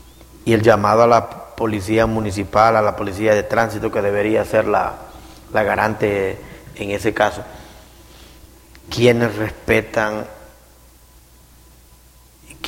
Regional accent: Honduras; en la cuadra donde me crié en San Juan

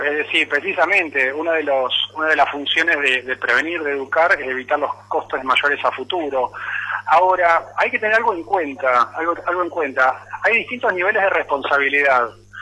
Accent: Argentina

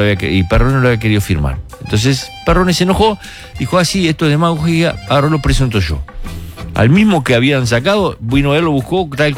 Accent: Trinidad, Flores, Uruguay; now in Montevideo, Uruguay; Trinidad. Mira, mi pueblo allá está con alguna llovizna

